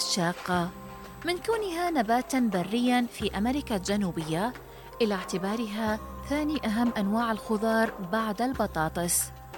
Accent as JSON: {"language": "Arabic", "town": "Basra", "region": "Basra Governorate", "country": "Iraq", "said": "عندنا في البصرة ما يحسدنا عليه سكان بقية المحافظات"}